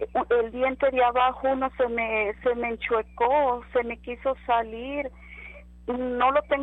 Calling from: Matamoros, Tamaulipas, Mexico; De Matamoros

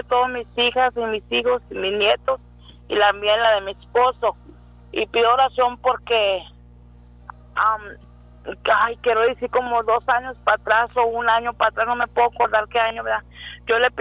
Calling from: Crystal City, Texas, United States; No, de Cristal, de Crystal City.

